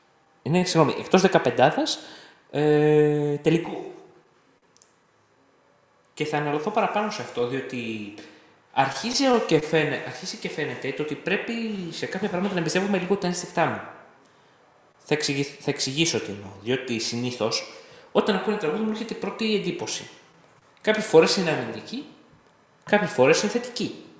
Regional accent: Greece; που αρχίζαμε και εμείς σαν Έλληνες να το πιστεύουμε

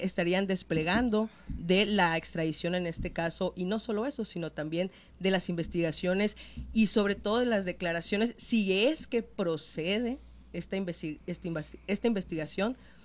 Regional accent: Mexico; como mexicanas y mexicanos

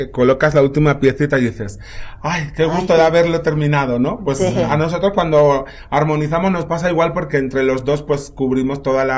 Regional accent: Spain; now in Mexico; Hay muchas palabras que ya, pues, de forma natural me salen como de aquí, que en España no tienen sentido

